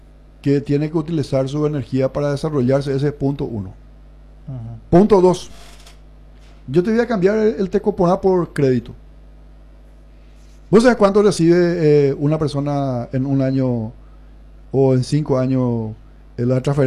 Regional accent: Paraguay; tenemos que hablar como paraguayos.

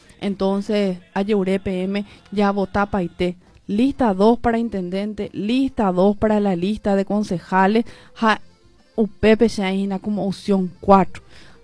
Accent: Caazapá, Paraguay

